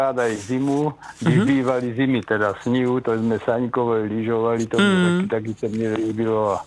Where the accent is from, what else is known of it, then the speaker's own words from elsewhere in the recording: Milotice, South Moravian Region, Czechia; now in Kyjov, Czechia; bydlím v Kyjově a pocházím z Milotic, kde je pěkný rybník, takže jsme jako děti prázdní tam strávili skoro celé prázdní.